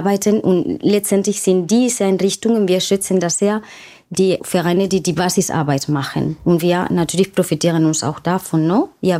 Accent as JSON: {"language": "German", "country": "Spain", "moved": "yes", "lives_now": "Berlin, Germany", "said": "ich komme aus Spanien."}